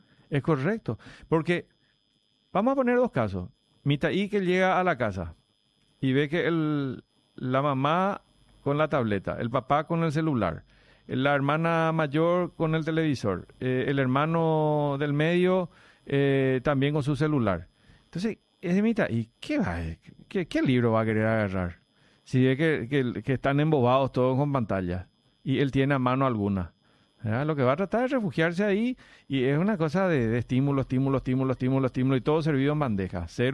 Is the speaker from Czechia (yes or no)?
no; Argentina; moved away; Cuando vinimos de Argentina, mi hermano le corregía a la profesora de matemáticas y física, que solo copiaba de un cuaderno amarillo los problemas, y sin ese cuaderno no hacía nada.